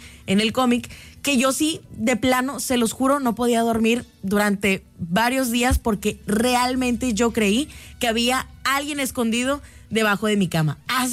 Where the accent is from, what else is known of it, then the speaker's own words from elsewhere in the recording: Mexico; nosotros como mexicanos tenemos muy buenas películas de terror